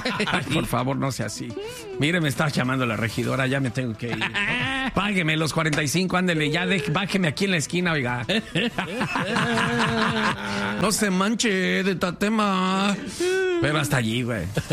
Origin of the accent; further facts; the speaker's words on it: Mexico; now in United States; Yo soy de México, yo no soy de Estados Unidos.